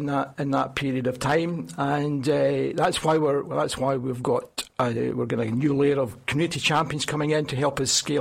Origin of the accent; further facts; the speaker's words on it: Strathaven, Scotland, United Kingdom; I was born and raised in Lanarkshire. I come from Strathaven originally, and I've lived in Lanarkshire all my life.